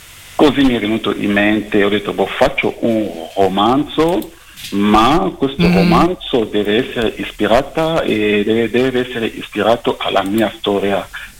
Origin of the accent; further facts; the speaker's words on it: DR Congo; moved away as an adult; io arrivo dalla Repubblica Democratica del Congo, perché ci sono due Congo in Africa